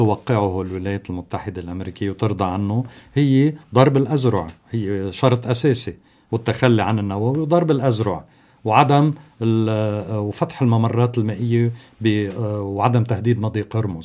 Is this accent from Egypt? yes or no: no; Lebanon; أنا كلبناني سيادي وأنا كلبناني أحتاج إلى الأمن والاستقرار